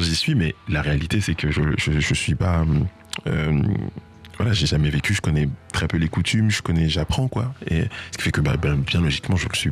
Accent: France; être encore mieux en tant que Français

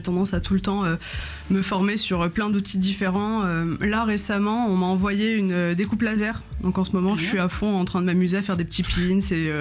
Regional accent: Clermont-Ferrand, Auvergne-Rhône-Alpes, France; Ouais, je suis de la région. Ouais, je suis d'ici. Enfin, je suis d'ici, j'ai un peu bougé, mais globalement, je suis sur de Clermont.

